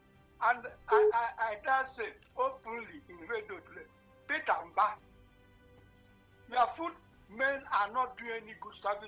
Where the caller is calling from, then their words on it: Enugu, Enugu State, Nigeria; we in Enugu say allow the opposition to tell us what they have in stock